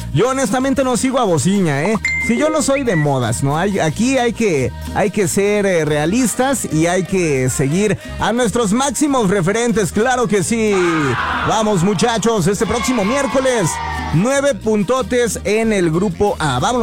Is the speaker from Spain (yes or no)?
no; Mexico; como los mexicanos somos bien malinchistas, ¿verdad?